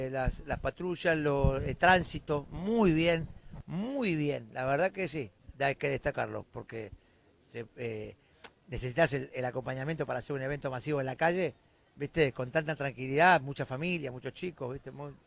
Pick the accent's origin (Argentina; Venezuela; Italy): Argentina; Buenos Aires; born there; los que somos de acá de Zona Oeste toda la vida